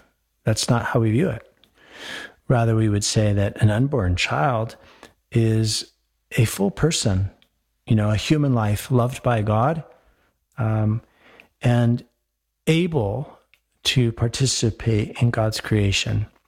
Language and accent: English; Denver, Colorado, United States; I loved growing up in Denver, of course, in the 70s. I grew up in Denver. It was a much smaller place.